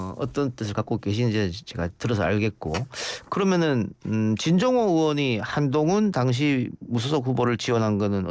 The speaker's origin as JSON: {"language": "Korean", "town": "Andong", "region": "North Gyeongsang", "country": "South Korea", "tie": "born or raised there", "said": "저도 그 의성 바로 옆인 안동이 고향이어서"}